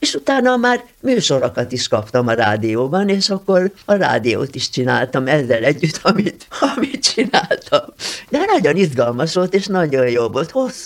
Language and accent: Hungarian; Alsóörs, Veszprém County, Hungary; born there; én Alsőrsen együtt nőttem fel. Mert én gyerekkoromban a poros utakon jártam, és ott semmi nem volt szinte, és aztán azzá lett, hogy egy európai hírű település lett belőle